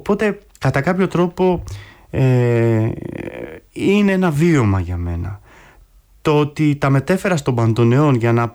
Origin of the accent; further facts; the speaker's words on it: Volos, Thessaly, Greece; μεγάλωσα στο Βόλο, στη Νέα Ιωνία.